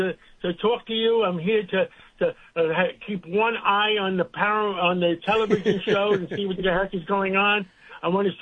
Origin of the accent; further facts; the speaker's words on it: New York City, New York, United States; Yes, I grew up in West Harlem.